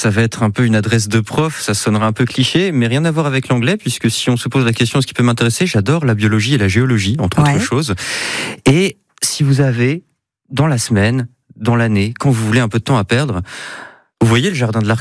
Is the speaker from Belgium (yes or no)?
no; Bourgogne-Franche-Comté, France; born there; moved away; quand j'étais ado, je vivais en Franche-Comté avec ma famille